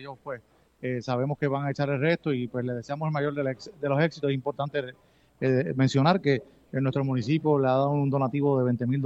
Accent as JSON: {"language": "Spanish", "town": "Barranquitas", "country": "Puerto Rico", "tie": "born or raised there", "said": "cuando yo me crié en el Portón"}